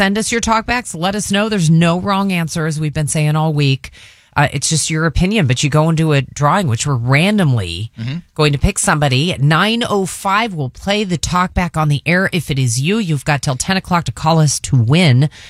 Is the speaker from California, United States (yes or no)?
yes; Concord, California, United States; I grew up in Concord, Walnut Creek.